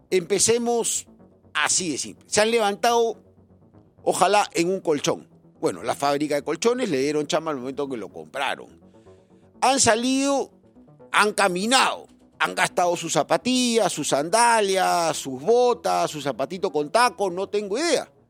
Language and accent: Spanish; Peru; somos peruanos honestos